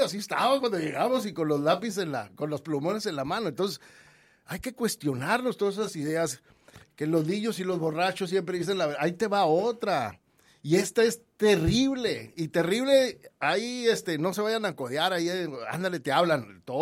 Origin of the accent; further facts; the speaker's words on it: Mexico; yo no reniego de ser mexicano, orgulloso mexicano